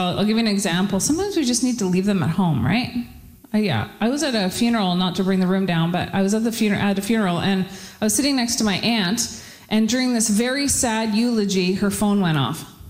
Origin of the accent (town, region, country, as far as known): Ottawa, Ontario, Canada; born or raised there; now in Quebec, Canada